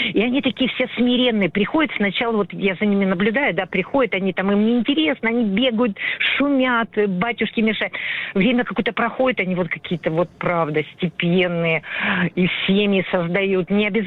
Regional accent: Kamchatka Krai, Russia; я выросла, жила на Камчатке до 8 класса, сейчас обратно вернулась.

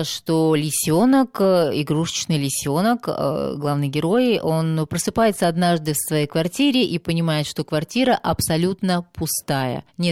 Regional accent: Far North, Russia; moved away; я родилась и выросла на Крайнем Севере

